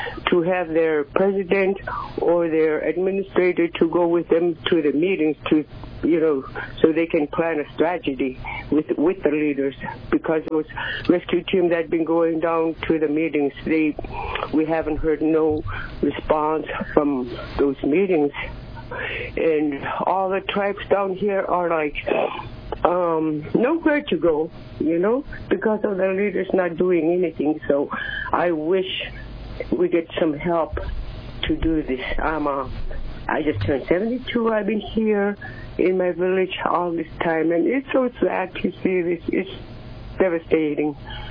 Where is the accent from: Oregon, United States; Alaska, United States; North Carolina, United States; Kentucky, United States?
Alaska, United States; Kwigillingok; I'm from Quigalingok, Alaska, and over many years, since 1980s, before our parents were gone, relocation was a subject.